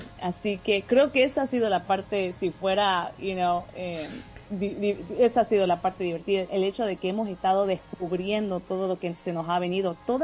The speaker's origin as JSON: {"language": "Spanish", "country": "Bolivia", "tie": "born there", "said": "Sí, no, yo nací en Bolivia, mi español está bien, mi mamá nunca nos dejó olvidarnos el español"}